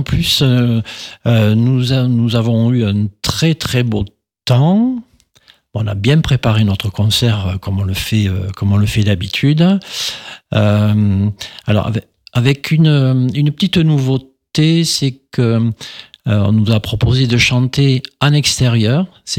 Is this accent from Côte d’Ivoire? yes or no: no; Mazères, Occitanie, France; Et puis, je suis originaire de Mazères également.